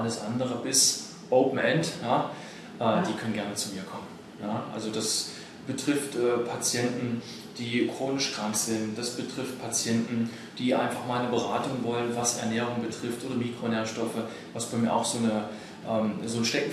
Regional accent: Halle, Saxony-Anhalt, Germany; Ich komme aus Halle.

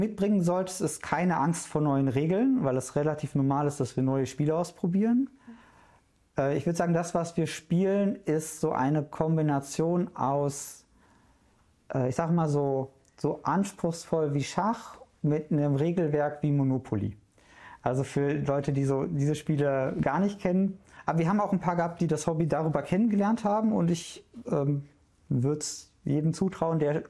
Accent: Duisburg, North Rhine-Westphalia, Germany; kurze Antwort ist, ich komme aus Duisburg, die lange ist halt, ich bin viel umgezogen.

